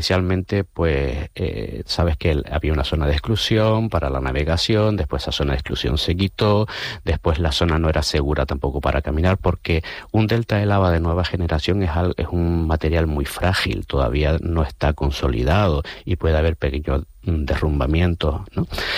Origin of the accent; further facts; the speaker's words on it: Canary Islands, Spain; moved away as an adult; now in Madrid, Spain; podemos sentirnos orgullosos como canarios y como españoles